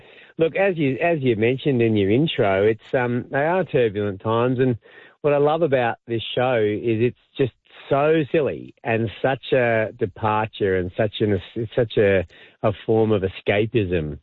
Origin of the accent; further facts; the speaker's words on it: England, United Kingdom; I'm just going to work on my English accent. That's my background anyway.